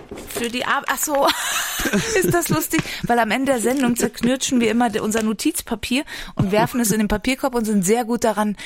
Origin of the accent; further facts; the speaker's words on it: East Germany, Germany; ich komme ja aus dem Osten.